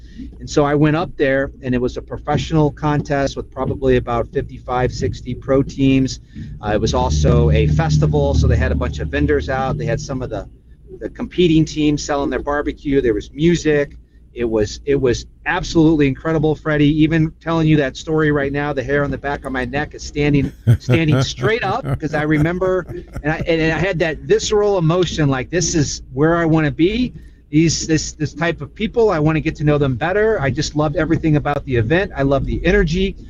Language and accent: English; St. Louis, Missouri, United States; I'm originally from Missouri. I'm 50 years old, originally from St. Louis, and I grew up in St. Louis eating barbecue at a place called Bandanas, which is a regional spot.